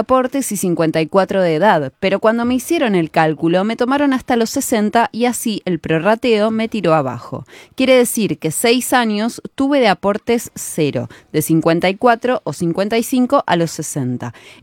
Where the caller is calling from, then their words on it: La Plata, Buenos Aires Province, Argentina; de La Plata, soy jubilado docente universitario